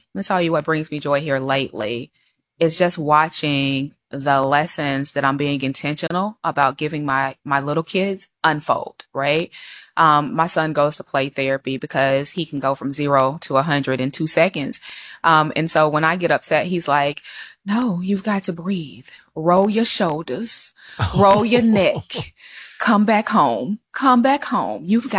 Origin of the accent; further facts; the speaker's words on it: Alabama, United States; born there; I was born in Alabama. Love it.